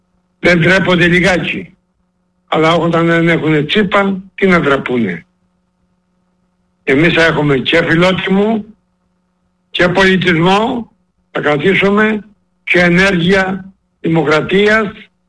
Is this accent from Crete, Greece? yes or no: yes; Crete, Greece; στον τόπο που μεγαλώσα και περπάτησα, στο ιστορικό μας νησί που λέγεται Λεβεντογένα Κρήτη